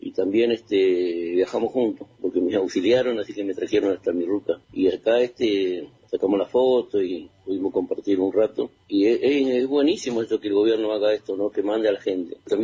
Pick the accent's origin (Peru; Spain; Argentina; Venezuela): Argentina; Todos somos argentinos y todos tenemos el mismo derecho de poder que lo atiendan.